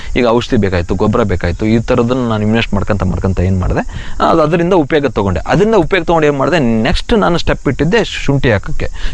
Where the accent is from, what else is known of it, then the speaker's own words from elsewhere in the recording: Shikaripura, Karnataka, India; also born or lived in Bengaluru; ನಾನು ಶಿವಮೊಗ್ಗ ಡಿಸ್ಟಿಕ್ ಶಿಕಾರ್ಪುರ್ ತಾಲೂಕು ಸಹಸ್ರವಳ್ಳಿ ಗ್ರಾಮದವರು. ನಂದು ಬಿಕಾಂ ಮುಗಿದ ತಕ್ಷಣ ನಾನು ಬೆಂಗಳೂರಿಗೆ ಹೋದೆ.